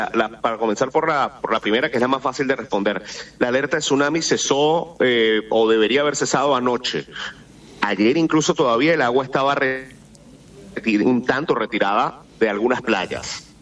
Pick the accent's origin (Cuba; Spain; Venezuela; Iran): Venezuela; Yo, por ejemplo, vengo de un pueblo a una hora de Caracas, que es mi ciudad de origen